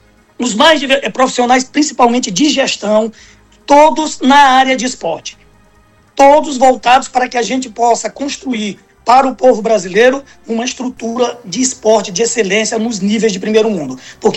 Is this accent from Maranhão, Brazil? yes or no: yes; Maranhão, Brazil; eu sou maranhense na veia.